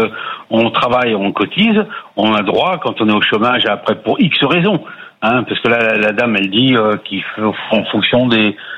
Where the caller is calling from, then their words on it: Occitanie, France; Mias, à côté de Perpignan.